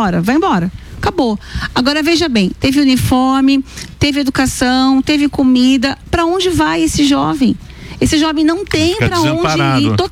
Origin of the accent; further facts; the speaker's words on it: São Paulo, Brazil; Sou paulistana, mas são de Natal.